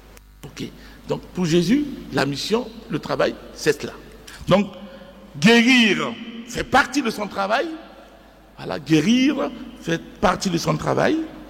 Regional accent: Côte d’Ivoire; Chez nous en Côte d'Ivoire

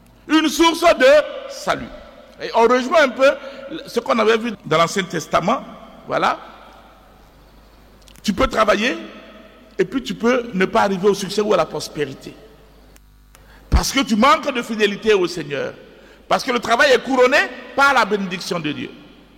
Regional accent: Côte d’Ivoire; Chez nous en Côte d'Ivoire

